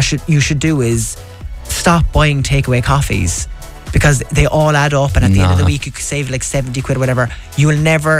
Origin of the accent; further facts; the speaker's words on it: Cork, Munster, Ireland; And I think maybe because I'm from Cork as well, it has to be Barry's.